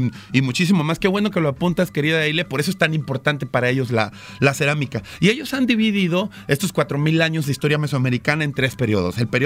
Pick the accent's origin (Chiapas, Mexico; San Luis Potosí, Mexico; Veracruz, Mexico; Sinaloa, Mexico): Veracruz, Mexico; moved away; a mi gente hermosa de allá de la Defensa de Veracruz, mi terruño